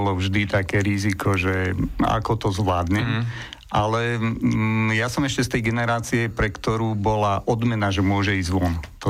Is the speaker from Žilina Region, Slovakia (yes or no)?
yes; Žilina Region, Slovakia; moved away as an adult; now in Bratislava, Slovakia; Ja som pôvodom z Kysúc a vlastne prišiel som do Bratislavy